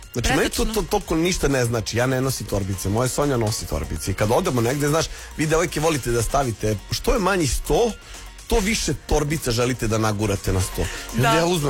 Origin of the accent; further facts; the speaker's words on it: Serbia; Dobro, na interesantan način smo se predstavili kao Srbi, a da ne kažemo da smo Srbi, nego po nekim, eto, navikama i običajima.